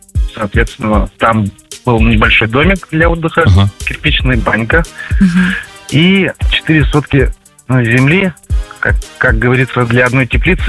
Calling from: Yoshkar-Ola, Mari El, Russia; Я из Йошкар-Олы. Получается, у нас немножко тупиковый город в плане логистики.

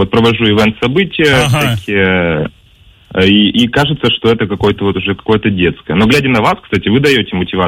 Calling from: Yekaterinburg, Sverdlovsk Oblast, Russia; я из Екатеринбурга.

